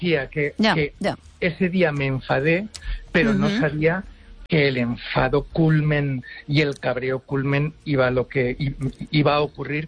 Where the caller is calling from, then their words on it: Zaragoza, Aragon, Spain; aquí en Zaragoza